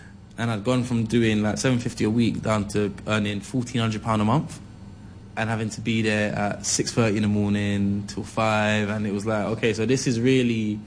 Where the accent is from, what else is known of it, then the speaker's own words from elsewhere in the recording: London, United Kingdom; to see how privileged you are to have been growing up in London.